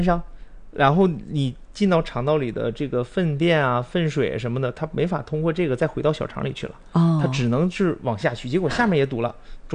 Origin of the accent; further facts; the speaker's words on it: Northeast China, China; 咱们东北人都爱吃杀猪菜